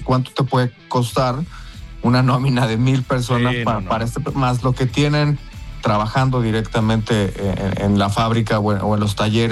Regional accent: Mexico; now in Charlotte, United States

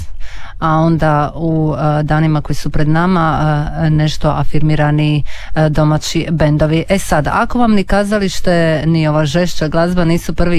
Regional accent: Split, Split-Dalmatia County, Croatia; now in Zadar, Croatia; ja sam inače iz Splita

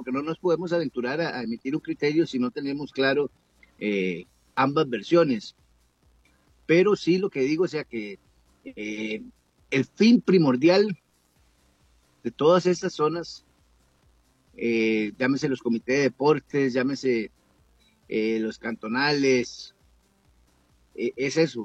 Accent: Hatillo, Puerto Rico; Alexei y yo, que somos de Atillo

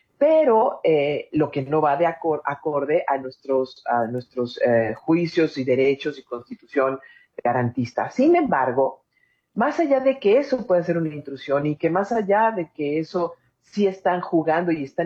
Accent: Mexico

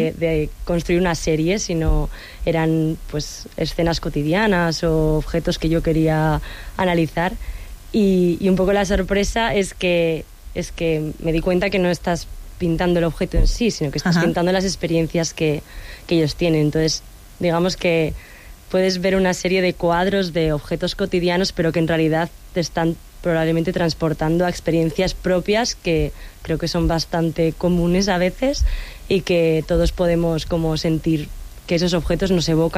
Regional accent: Santander, Cantabria, Spain; born there; moved away; also born or lived in Zaragoza; yo nací en Zaragoza, pero muy pequeña me vine a vivir a Santander y estuve aquí viviendo varios años, entonces digamos que siempre me he sentido un poco cántabra en una parte de mi corazón, así que siempre vuelvo aquí.

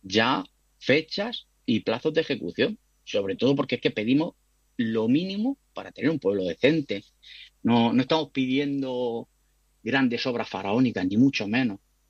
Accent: Orihuela, Valencian Community, Spain

